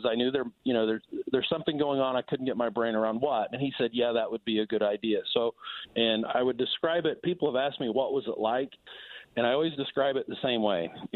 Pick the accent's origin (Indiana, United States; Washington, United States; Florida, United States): Indiana, United States; Attica; also born or lived in Cincinnati; now in Indianapolis, United States; I grew up in West Central Indiana in a town called Attica, Indiana.